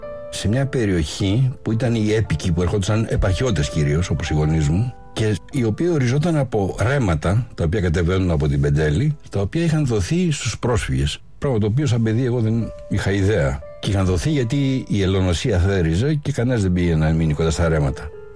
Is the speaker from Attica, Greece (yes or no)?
yes; Chalandri, Attica, Greece; Γεννήθηκα στο Χαλάνδρι. Ήμουνα από την γενιά που έζησα τη διαμόρφωση του Χαλανδρίου, δηλαδή των προαστίων γενικά, μετά τον πόλεμο.